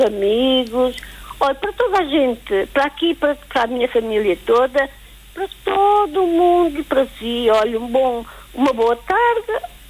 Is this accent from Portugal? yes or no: yes; Portugal; born or raised there; moved away as an adult; now in France